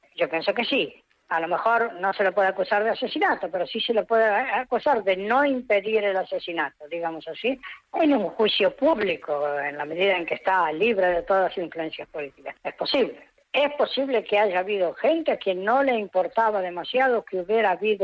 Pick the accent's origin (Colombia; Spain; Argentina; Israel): Israel; lo que pasa en mi país